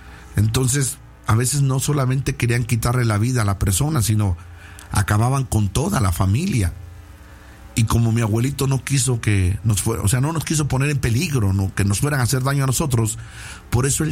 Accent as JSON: {"language": "Spanish", "town": "La Peña Colorada", "country": "Mexico", "tie": "born or raised there", "moved": "yes", "said": "la Peña Colorada, donde yo soy, donde yo nací en un pueblito que se llama La Peña Colorada, es allá, un pueblito, eso sí, tiene un río y ahora tiene una laguna, tiene río, tiene, nunca he estado ahí en esa laguna, pero tiene un río."}